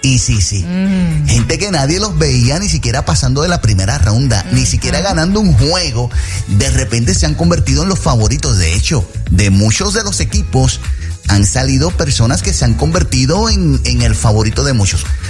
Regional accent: Puerto Rico; yo soy boricua

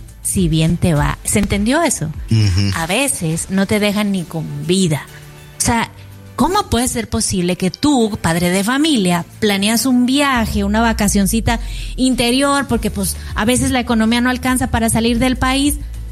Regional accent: Mexico

